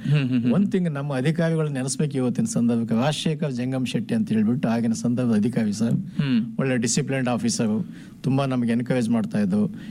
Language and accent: Kannada; Karnataka, India; also born or lived in Bhimagudi, Shahapur taluk, Karnataka; ಅಲ್ಲಿ ತಮ್ಮ ಕ್ಯಾಂಪ್ ಏರಿಯಾದಲ್ಲಿ ನಾವು ಸ್ವಾಭಾವಿಕವಾಗಿ ಬೆಳೆದ್ವಿ.